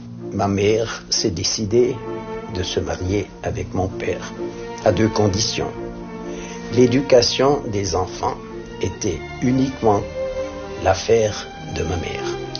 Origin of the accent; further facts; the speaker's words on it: Switzerland; Je suis Suisse, pur sang, autant que je sache.